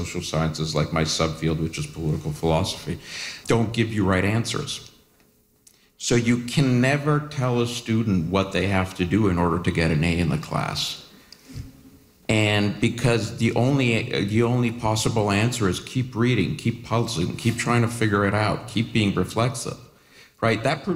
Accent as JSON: {"language": "English", "country": "Canada", "lives_now": "United States", "said": "Well, it's even more complicated than that, because I'm a Canad"}